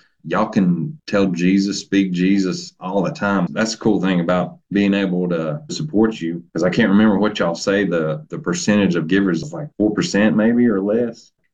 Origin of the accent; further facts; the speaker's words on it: Piney Flats, Tennessee, United States; I'm from Piney Flats, Tennessee.